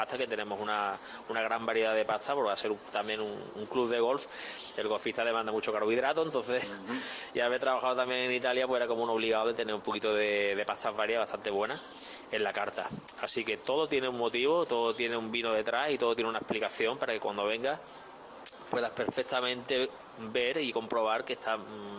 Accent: Málaga, Andalusia, Spain; en Málaga, yo soy malagueño

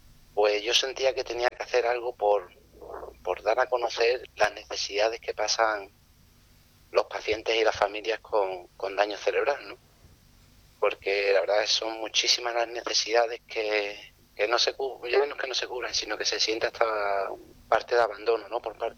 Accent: Andalusia, Spain; la provincia de Cádiz, que es mi tierra, que es maravillosa, de la isla, de Chiclana y de toda aquella zona

